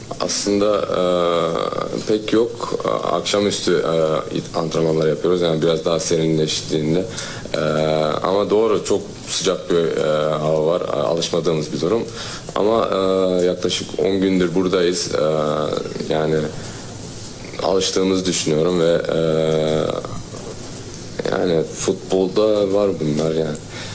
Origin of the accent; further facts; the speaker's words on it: Netherlands; moved away; ben yani Hollanda'da doğup büyüdüm.